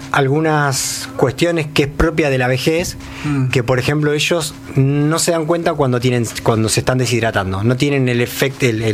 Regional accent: Isidro Casanova, Buenos Aires Province, Argentina; yo soy de acá, de Casanova, cuando era chico jugaba al fútbol y a veces descalzo

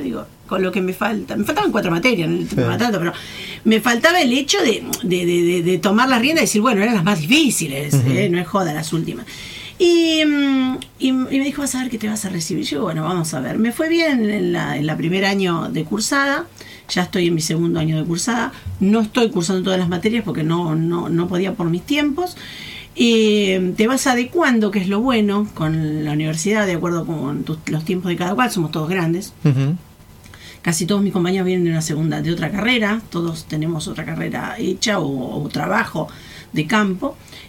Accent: Berazategui, Buenos Aires Province, Argentina; yo soy de Berazategui, así que para mí es cerca, acostumbrada a viajar acá.

